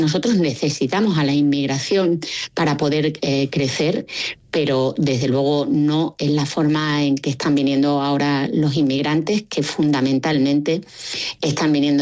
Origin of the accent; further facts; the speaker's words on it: Extremadura, Spain; El año pasado nos tocó a los extremeños